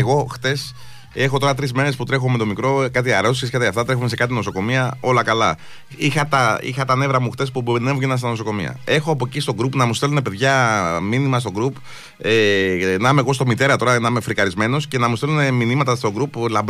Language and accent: Greek; Aigio, Western Greece, Greece; στο χωριό μου, στο Αίγιο.